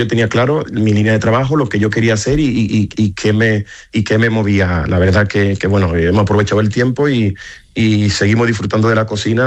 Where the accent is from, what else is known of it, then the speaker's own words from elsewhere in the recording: Dominican Republic; now in Spain; yo me presenté como dominicano.